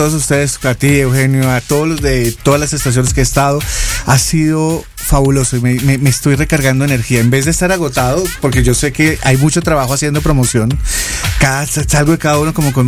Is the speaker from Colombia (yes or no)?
yes; Colombia; No, y pasa algo chistoso y es que ustedes van y nos fascina el acento mexicano. Y venimos acá y a ustedes les gusta el acento colombiano.